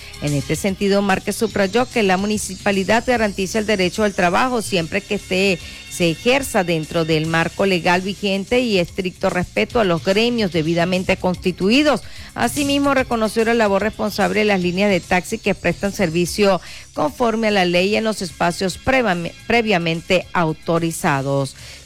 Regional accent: El Vigía, Mérida, Venezuela; Estoy muy contento de estar nuevamente en mi tierra, el Vigía, como siempre lo decimos, tierra de campeones.

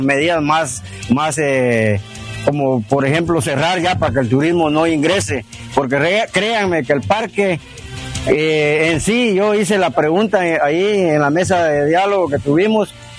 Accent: Petén, Guatemala; nosotros los merecemos como guatemaltecos, porque realmente nosotros los peteneros tenemos una fortuna aquí en Petén

